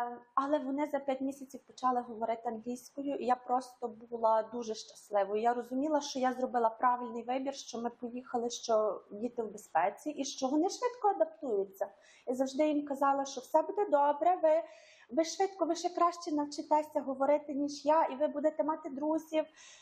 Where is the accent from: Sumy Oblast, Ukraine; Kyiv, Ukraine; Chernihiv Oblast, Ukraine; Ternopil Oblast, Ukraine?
Ternopil Oblast, Ukraine; Monastyryska; moved away